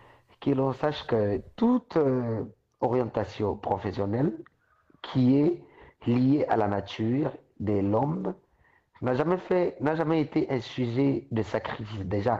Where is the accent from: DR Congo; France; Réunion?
DR Congo; Kivu; Parce qu'il faut savoir que nous sommes du Kivu, nous sommes africains, nous sommes Swahili.